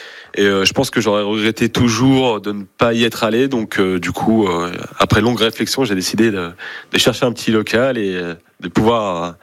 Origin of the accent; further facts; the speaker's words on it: Valence, Auvergne-Rhône-Alpes, France; Ouais, alors nous on est de Valence, mais on n'est pas sur Bourg-de-Péage directement, mais on est juste à côté, ouais.